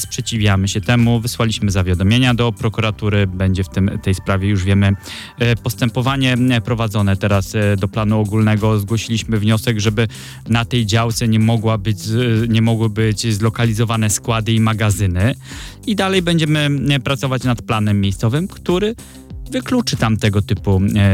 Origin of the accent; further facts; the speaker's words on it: Szczecin, West Pomeranian Voivodeship, Poland; Ja jestem z Prawobrzeża, więc Podjuchy są naprawdę mi bliskie.